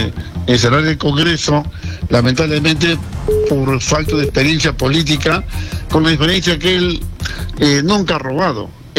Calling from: Lima, Peru; Estoy llamando acá de la Victoria.

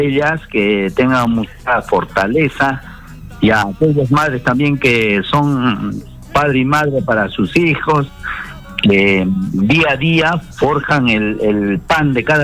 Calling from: Arequipa, Peru; aquí en Arequipa

